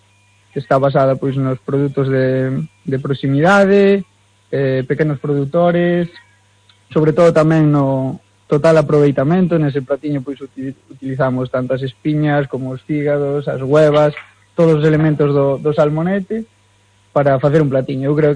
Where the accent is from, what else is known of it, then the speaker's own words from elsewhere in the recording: Galicia, Spain; Privilegio poder, bueno, sair elegido como cociñeiro galego.